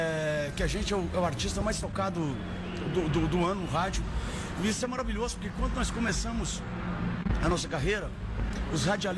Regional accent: Minas Gerais, Brazil; O pessoal ali da minha região, ali de Patos de Minas, Patrocínio, Uberaba

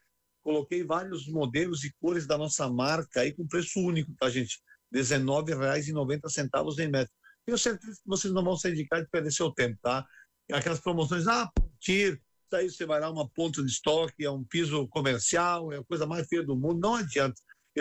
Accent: Brazil

